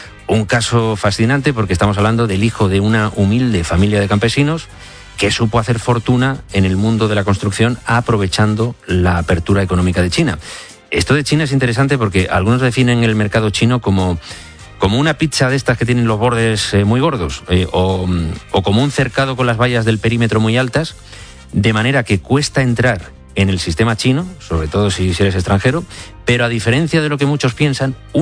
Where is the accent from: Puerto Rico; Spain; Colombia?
Spain; Mediterranean coast; born there; now in Madrid, Spain; a los que nacimos en el Mediterráneo, como canta … pero nos vinimos a vivir al interior